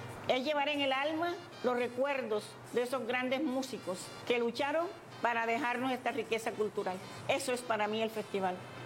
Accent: San Pelayo, Córdoba, Colombia; nosotros los pelayeros

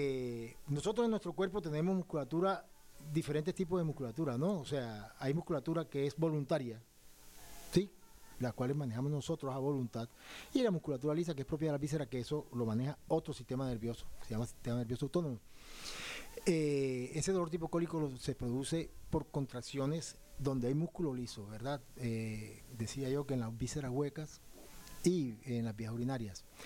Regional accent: Barranquilla, Atlántico, Colombia; Yo soy oriundo de Barranquilla, estudié en la Universidad de Cartagena, me gradué en 1987 como médico.

